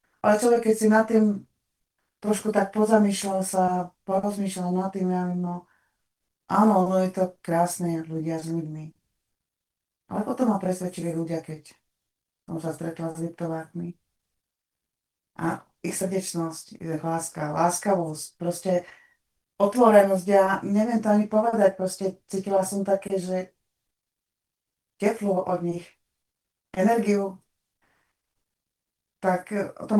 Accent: Čeláre, Banská Bystrica Region, Slovakia; born there; môj otec s maminkou sa presťahovali na Kirť a proste my sme sa tam všetci, ja a moji súrodníci, všetci sme sa tam už narodili.

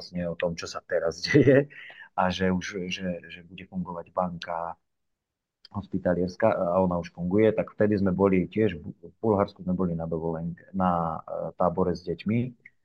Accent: Martin, Žilina Region, Slovakia; also born or lived in Cyprus; A čo, no pochádzam z Martina, tam som sa narodil, tam som pôsobil, tancoval, až kým som išiel na vojnu

